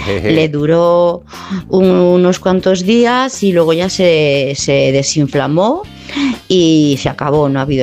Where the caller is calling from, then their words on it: Madrid, Community of Madrid, Spain; de Madrid y te voy a contar.